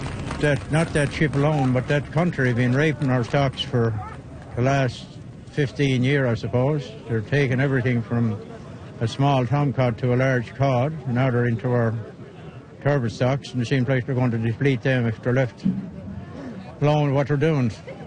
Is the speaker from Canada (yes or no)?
yes; Newfoundland and Labrador, Canada; We got to stop this overfishing if we're going to survive as a Newfoundlander or as a Newfoundland small island.